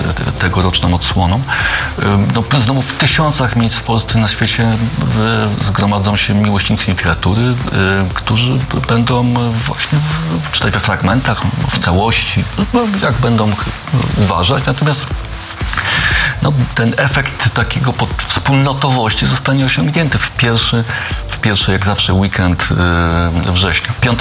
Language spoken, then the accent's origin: Polish; Kraków, Lesser Poland, Poland; Nie z południa, z Krakowa. No nie, jestem z Pufcia Zwierzynieckiego, z Krakowa, no jasne.